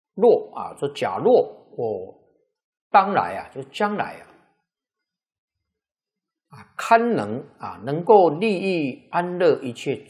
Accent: Taiwan

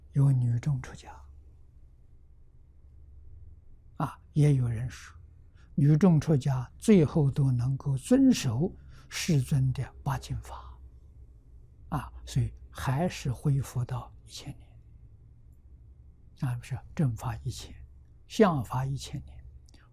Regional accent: China; 我们中国人算虚岁

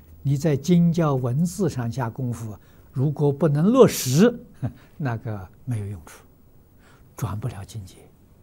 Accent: China

